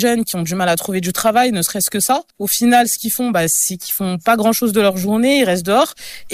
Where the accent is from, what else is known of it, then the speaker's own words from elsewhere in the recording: Paris, Île-de-France, France; Nous, on vient de Paris à la base.